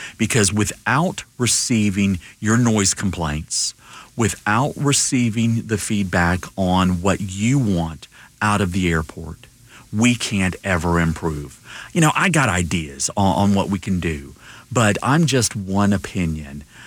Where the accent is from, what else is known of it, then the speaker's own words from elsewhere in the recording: Alabama, United States; You know, growing up in Alabama, we used to say to get anywhere you had to go through Atlanta.